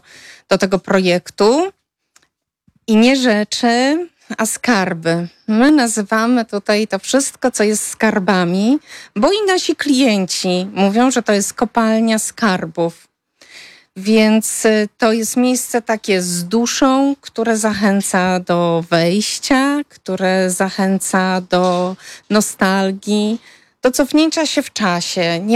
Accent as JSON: {"language": "Polish", "town": "Warsaw", "region": "Masovian Voivodeship", "country": "Poland", "said": "pochodzę z Warszawy."}